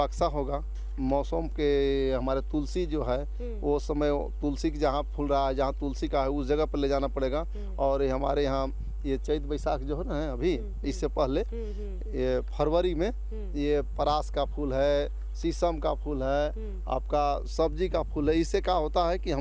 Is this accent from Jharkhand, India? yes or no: yes; Garhwa district, Jharkhand, India; घर गोंदा मिराल प्रखंड जिला गढ़वा के रहने वाले हैं।